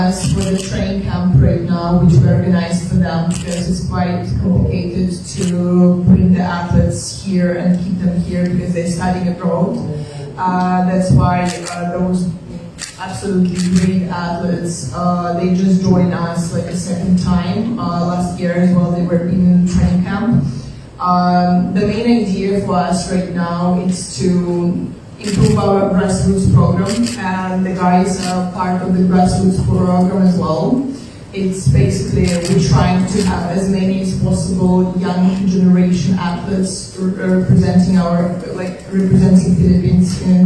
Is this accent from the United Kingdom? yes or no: no; Belarus; moved away; I represent my country. I'm originally from Belarus.